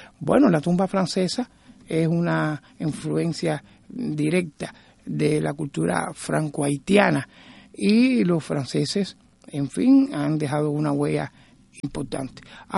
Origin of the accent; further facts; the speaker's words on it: Cuba